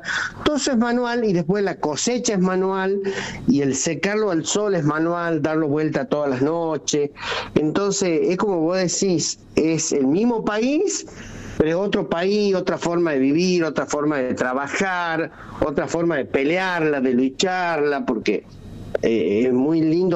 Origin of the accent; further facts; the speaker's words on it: Salta, Argentina; Nosotros los salteños, los que somos fanáticos de Salta, porque si hay algo que tenemos los salteños, que somos muy fanáticos de nosotros mismos, de nuestra Salta querida.